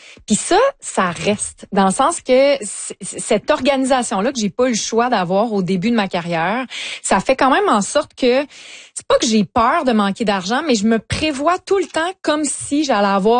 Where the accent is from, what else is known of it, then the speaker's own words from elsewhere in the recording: Lévis, Quebec, Canada; Ben, moi, je viens de Lévis.